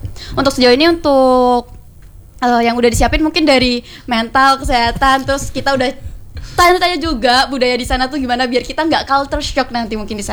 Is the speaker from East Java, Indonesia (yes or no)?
yes; Jember, East Java, Indonesia; kebetulan saya asli Indonesia nih, Jember. Asli Jember banget.